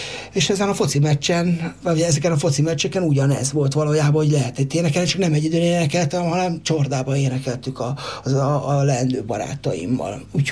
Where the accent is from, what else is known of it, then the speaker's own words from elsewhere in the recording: Székesfehérvár, Fejér, Hungary; mondtam, hogy székesfehérvári vagyok